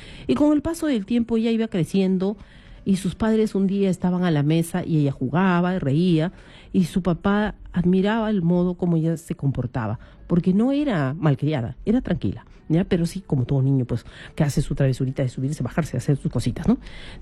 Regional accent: Peru; nuestra tradición como peruanos

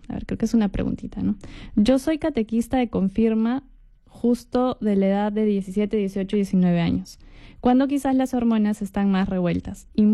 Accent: Cusco, Peru; Nosotros somos cusqueños

